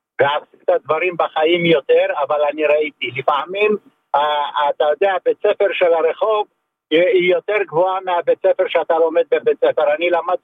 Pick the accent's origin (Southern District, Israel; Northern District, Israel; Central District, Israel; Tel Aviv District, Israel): Tel Aviv District, Israel; Tel Aviv-Yafo; אני גדלתי ברחוב 60, תסלח לי, המרכז של העבריינות בשנות ה-50